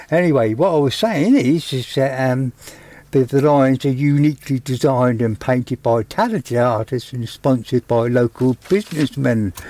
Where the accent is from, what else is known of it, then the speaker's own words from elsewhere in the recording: Portsmouth, South East England, United Kingdom; accent: Pompey; Oh, I'm from Portsmouth. I now speak English. I speak Pompey.